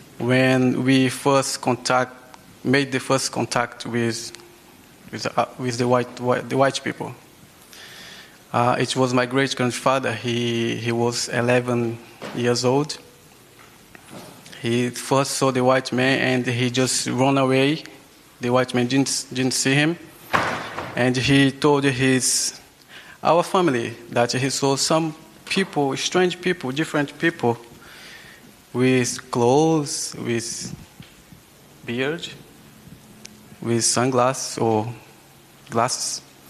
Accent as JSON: {"language": "English", "country": "Brazil", "first_language": "Yawanawa", "second_language": "English", "moved": "as an adult", "lives_now": "London, United Kingdom", "said": "I come from the Yawanawa tribe in the Amazon rainforest."}